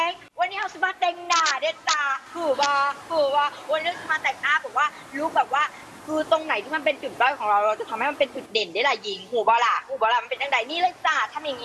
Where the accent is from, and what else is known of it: Phang Nga, Thailand